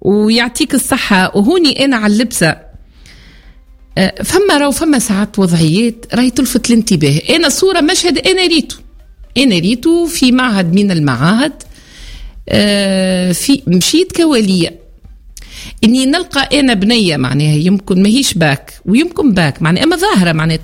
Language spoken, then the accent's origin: Arabic; Tunisia; ولاو التوينسا الأصليين اللي عندهم جنسيتهم التوينسا متاعنا، أولاد حومتنا وبنات حومتنا ومن جهاتنا،